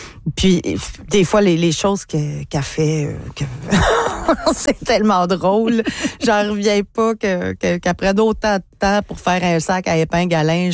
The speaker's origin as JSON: {"language": "French", "town": "Jonquière", "region": "Quebec", "country": "Canada", "tie": "born there", "accent": "Lac-Saint-Jean", "said": "C'est mon accent de naissance. Moi, je suis née à Jonquière."}